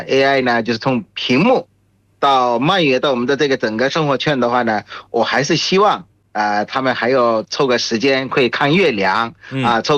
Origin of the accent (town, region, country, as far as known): Bangladesh; Chinese is a second language